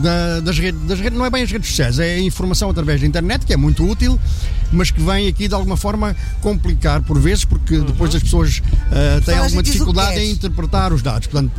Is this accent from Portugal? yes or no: yes; Portugal